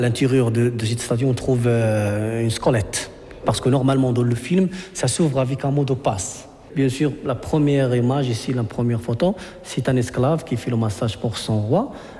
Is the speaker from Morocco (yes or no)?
yes; Morocco; chez nous au Maroc